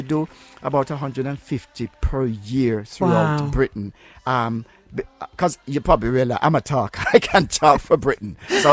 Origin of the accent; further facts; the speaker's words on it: Jamaica; now in United Kingdom; when I was growing up in Jamaica